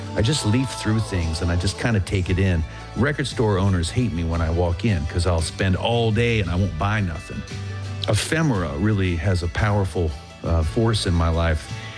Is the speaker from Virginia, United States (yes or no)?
yes; Harrisonburg, Virginia, United States; You know, I could walk down the street in my hometown of Harrisonburg, Virginia, and see so many of the things that were in the film.